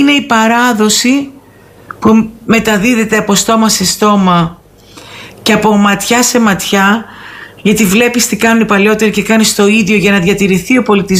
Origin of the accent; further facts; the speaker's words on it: Peloponnese, Greece; συμμετείχα σε παγκόσμιο συνέδριο πάλι εκπροσωπώντας την Ελλάδα και τη Μεσσηνία ιδιαίτερα